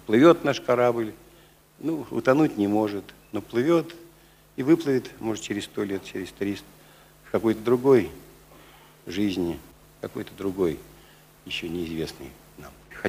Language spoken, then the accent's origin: Russian; Moscow, Russia; Мы, москвичи